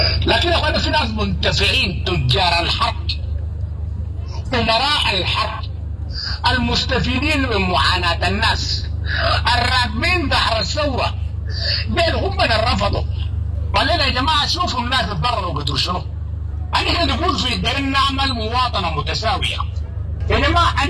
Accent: Sudan; نجي كلنا كسودانيين بقطاعاتنا المختلفة بدياراتنا المختلفة بثقافاتنا المختلفة

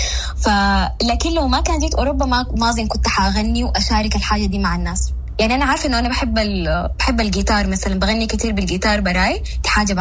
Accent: Saudi Arabia; born there; أنا مولودة في السعودية، ويعني كنت بحكم البعد الجغرافي كنت برضو بعيدة من الثقافة موسيقيا

